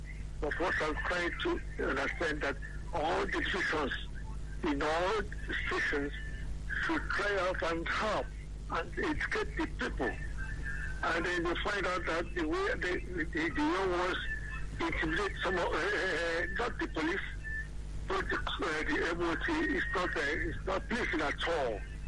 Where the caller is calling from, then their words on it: Enugu, Enugu State, Nigeria; I'm calling from Enugu.